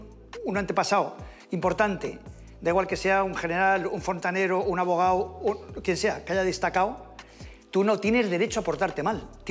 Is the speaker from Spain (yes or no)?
yes; Spain; Y yo siempre opino como español, ¿no? Como español